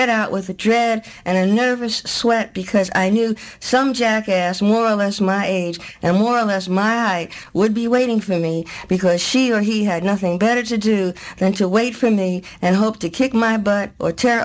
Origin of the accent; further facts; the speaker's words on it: Brooklyn, New York, United States; moved away; but I'm black, and I come from Brooklyn. And I grew up fighting. And I grew up and I got out of Brooklyn because I got pretty good at fighting